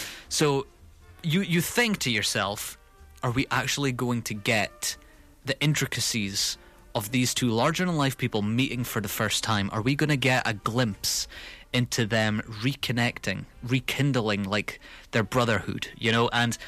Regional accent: United Kingdom; milking every single pound that we've got as fans, or just as general British public.

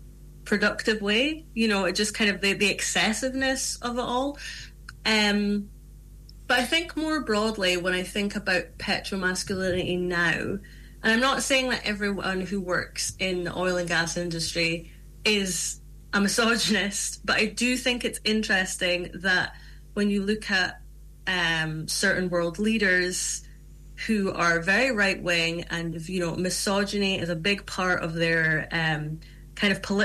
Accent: Aberdeen, Scotland, United Kingdom; when I was growing up in Aberdeen

